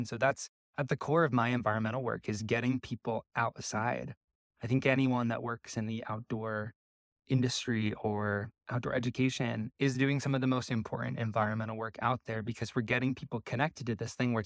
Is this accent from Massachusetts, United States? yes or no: no; Nebraska, United States; moved away; growing up in Nebraska, nature was my first safe space as a queer kid. I knew I was queer at a very young age.